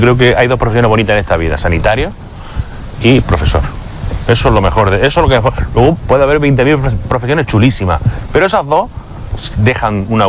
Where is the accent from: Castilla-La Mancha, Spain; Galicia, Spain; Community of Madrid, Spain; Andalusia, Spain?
Andalusia, Spain; Villacarrillo